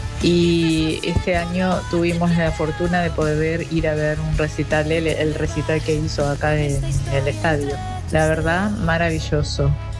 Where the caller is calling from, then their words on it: Montevideo, Uruguay; de Cordón